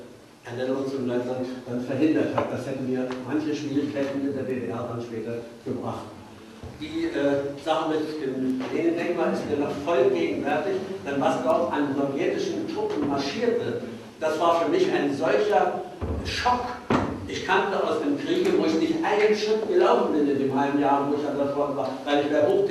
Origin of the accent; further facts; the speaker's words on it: Königsberg, Kaliningrad Oblast, Russia; Ich hatte 1943 in Königsberg, meiner Heimatstadt, das Abitur gemacht